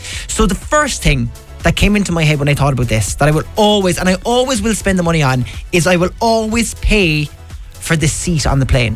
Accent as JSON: {"language": "English", "town": "Cork", "region": "Munster", "country": "Ireland", "said": "And I think maybe because I'm from Cork as well, it has to be Barry's."}